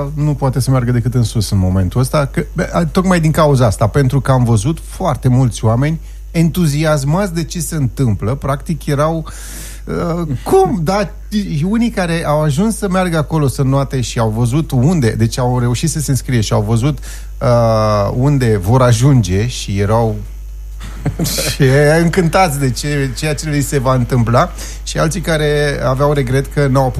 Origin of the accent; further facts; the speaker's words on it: Călărași, Călărași County, Romania; noi suntem aici pe malul Borciei, am crescut pe apă.